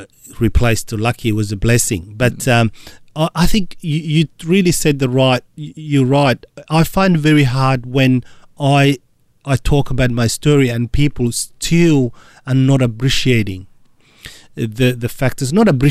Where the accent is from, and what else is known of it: Somalia; English is a second language; now in Melbourne, Australia